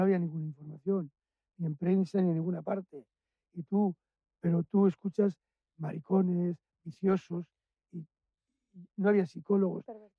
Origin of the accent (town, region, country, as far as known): Bilbao, Basque Country, Spain; born or raised there